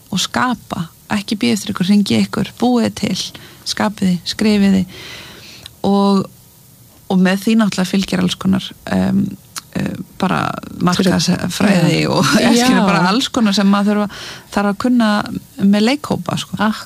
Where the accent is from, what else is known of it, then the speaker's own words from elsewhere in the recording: Mosfellsbær, Capital Region, Iceland; já, ég elst upp í Mosels bæ með mömmu og, þarna, og eldri bróðum mínum og þetta bara svona venjulegt Mosó líf